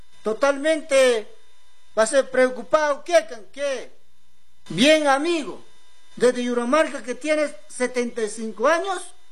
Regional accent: Mancos, Ancash, Peru; Yo soy de Mancos.

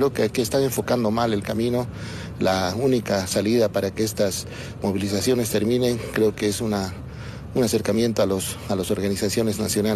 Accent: Cochabamba, Bolivia; nosotros también somos parte de Cochabamba

